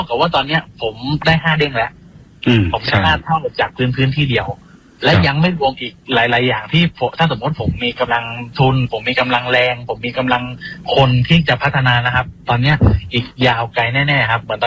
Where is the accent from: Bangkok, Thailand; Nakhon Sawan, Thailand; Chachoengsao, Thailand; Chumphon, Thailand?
Chumphon, Thailand; ผมเป็นคนชุมพรคนหนึ่งที่เราอยู่ในยุคที่ผ่านพ้นเรื่องราวทั้งหมดมาแล้ว